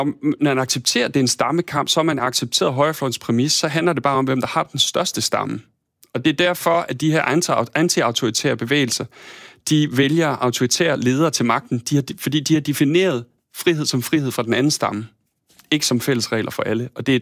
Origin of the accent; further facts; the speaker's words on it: Thy, North Denmark Region, Denmark; Jeg kommer fra Thy oprindeligt, og har jo stadig min familie deroppe og kommer jævnligt derud